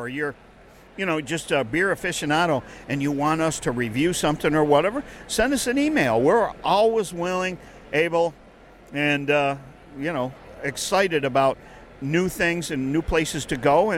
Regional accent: Penfield, New York, United States; All right, so I grew up in Penfield. And the Daisy Flour Mill was there since I was 5 years old.

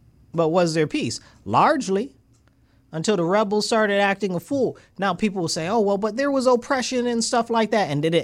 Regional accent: United States; I'm American. I only got one country and I'm black American.

